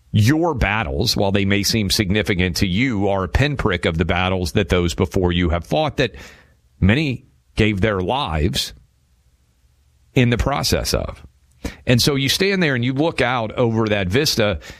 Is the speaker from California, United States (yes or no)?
no; Tennessee, United States; Shiloh, in my home state of Tennessee, almost nothing has been built on that area still.